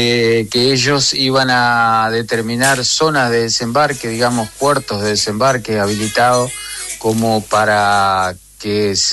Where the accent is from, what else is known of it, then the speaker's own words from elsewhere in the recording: La Paz, Entre Ríos, Argentina; Acá también en la zona de La Paz, yo soy de La Paz